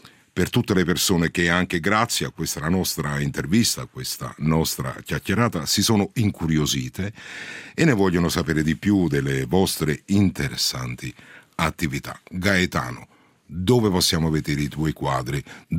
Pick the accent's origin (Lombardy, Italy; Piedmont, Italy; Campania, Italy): Campania, Italy; Naples; now in Saarbrücken, Germany; siamo napoletani entrambi